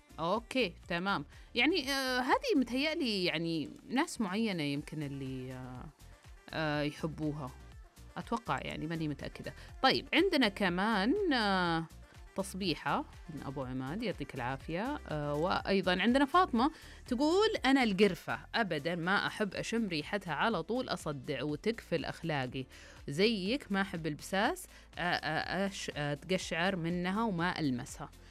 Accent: Riyadh, Riyadh Province, Saudi Arabia; born there; انا مولوده في الرياض، يعني في الصحراء، فاحب الصحراء اكتر.

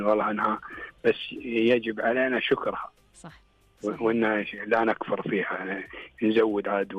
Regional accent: Riyadh, Riyadh Province, Saudi Arabia; لا من أهل الرياض. حلو. من أهل الرياض أصليين أساسيين.

